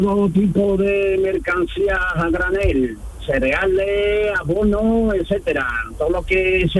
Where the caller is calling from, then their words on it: Seville, Andalusia, Spain; Pues mira, yo soy de Sevilla, Sevilla capital, del barrio de Triana.